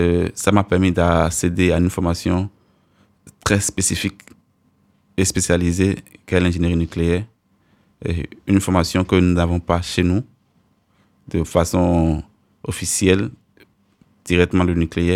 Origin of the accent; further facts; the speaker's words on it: Benin; moved away as an adult; now in Grenoble, France; Contrairement à chez moi au Bénin.